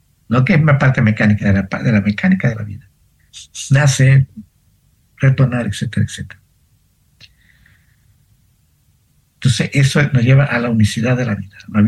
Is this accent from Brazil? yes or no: no; Colombia; born there; Estaba caído cuando nací en Colombia.